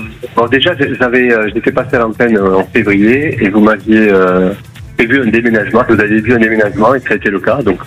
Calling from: Argelès-sur-Mer, Occitanie, France; j'appelle d'Argelès-sur-Mer.

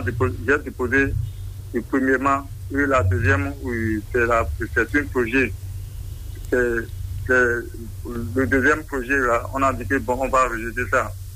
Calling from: Adjarra, Ouémé, Benin; J'appelle de Porte-Nouveau, commune d'Adjar, arrondissement de Manri, quartier Yézié.

